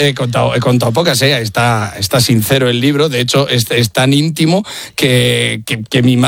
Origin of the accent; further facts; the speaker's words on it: Spain; Ha habido un momento que he dicho, coño, soy del país de Miguel de Unamuno y Miguel de Cervantes.